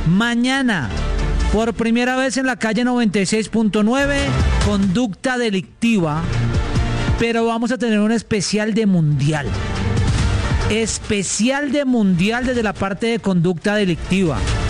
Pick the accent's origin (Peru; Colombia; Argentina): Colombia; Yo soy colombiano, papá.